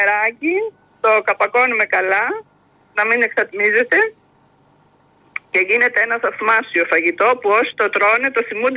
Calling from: Central Greece, Greece; Είμαι από χωριό, δεν είμαι μέσα από την Κάριστο.

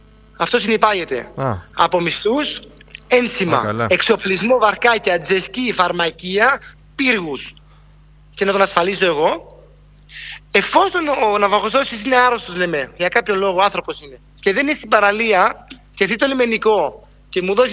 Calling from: Rhodes, South Aegean, Greece; έχω γυρίσει ντοκιμαντέρ με τη γυναίκα μου στη Ρόδο για να αναδείξω το νησί μου.

